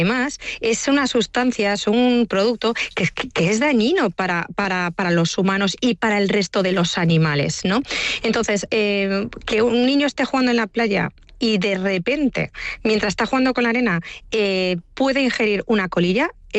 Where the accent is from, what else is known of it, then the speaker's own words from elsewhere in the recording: Galicia, Spain; A ver, yo como buena gallega, a veces tengo espíritu pesimista, ¿no?